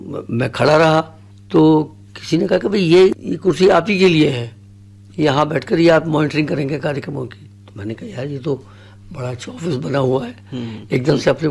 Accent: Bulandshahr district, Uttar Pradesh, India; also born or lived in Porbandar, Gujarat; now in Muzaffarnagar, India; वैसे तो मैं डिस्ट्रिक्ट बुलंदशहर का रहने वाला हूँ, एक गांव का, ये करीब 50-60 साल से हम मुजफ्फरनगर में सेटल हैं।

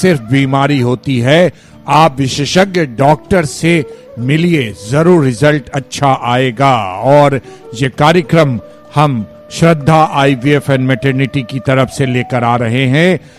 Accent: Bihar, India; हमारे यहाँ बिहार में, आस पड़ोस में

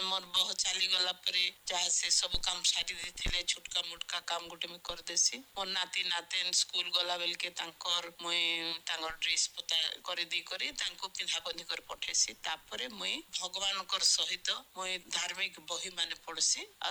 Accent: Bhawanipatna, Odisha, India; ଆଉ ମୁଁ ଭବାନୀପାଟଣାର ଅଗସାରପଡ଼ାରେ ମୋର ଘର ସେଠି ଅଛେ।

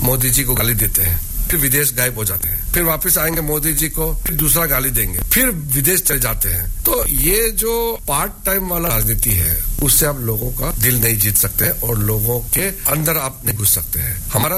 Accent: Arunachal Pradesh, India; जैसे मैं अरुणाचल प्रदेश से आता हूँ, अरुणाचल के लोग दिल्ली जाने के लिए भी सोचना पड़ता था

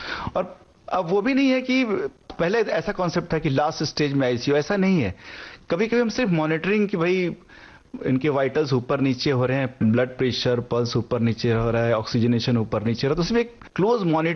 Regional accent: Prayagraj, Uttar Pradesh, India; also born or lived in Gorakhpur / Delhi; now in Mumbai, India; मैं रहने वाला प्रयागराज इलाहाबाद

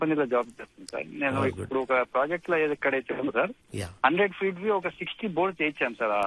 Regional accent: Mahbubnagar district, Telangana, India; మేము చిన్నప్పటి నుంచి చాలా మహబూబ్ నగర్ డిస్ట్రిక్ట్ సార్ మాది.

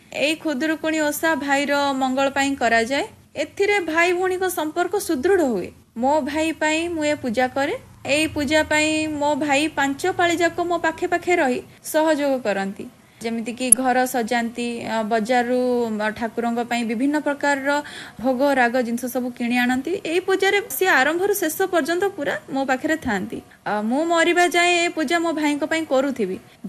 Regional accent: Kendrapara, Odisha, India; now in Tamando, India; ମୁଁ ଭୁବନେଶ୍ୱର ପାଖ ଟମାଣ୍ଡରେ ରୁହେ। ମୋର ନେଟିଭ ପ୍ଲେସ୍ ହେଉଛି କେନ୍ଦ୍ରାପଡ଼ା।

